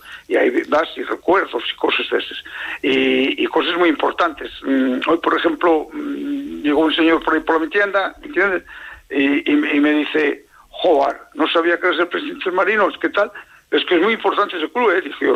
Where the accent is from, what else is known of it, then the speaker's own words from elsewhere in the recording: Luanco, Asturias, Spain; Yo quiero que mi pueblo Luanco salga ahí por todos los lados, y eso desde que nací pensé en ello.